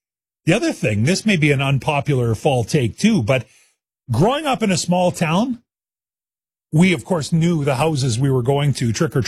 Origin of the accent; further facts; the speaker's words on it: Saskatchewan, Canada; also born or lived in Alberta; I grew up in Saskatchewan, although I did live in Alberta for a year.